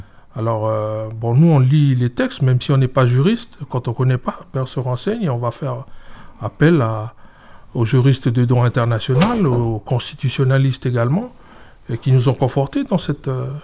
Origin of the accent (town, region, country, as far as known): New Caledonia